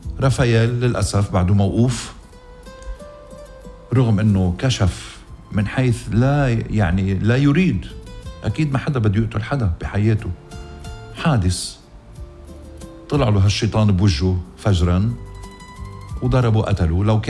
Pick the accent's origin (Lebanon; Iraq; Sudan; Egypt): Lebanon; من ضيع وطننا لبنان